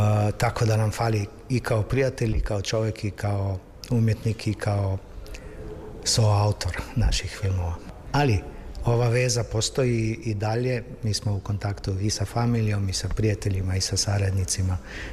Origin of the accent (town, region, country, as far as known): Slovenia